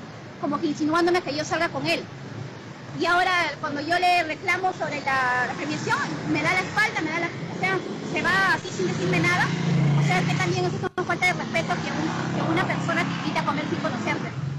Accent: Lima, Peru; Y a veces uno viene de lejos, ¿no? Yo vengo de Lima, vengo a participar

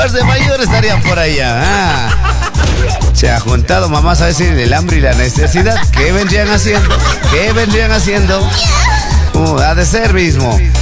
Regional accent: Milagro, Guayas, Ecuador; Soy de Milagro, amigo. De Milagro, de parte, o sea, de Milagro allá en la provincia de del Guayas. Sí, en la que queda por Roberto Astudillo, por Naranjito, por esos sectores.

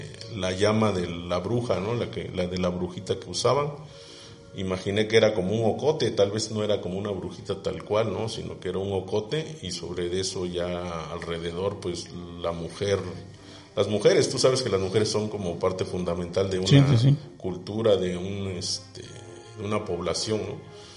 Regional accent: Oaxaca, Mexico

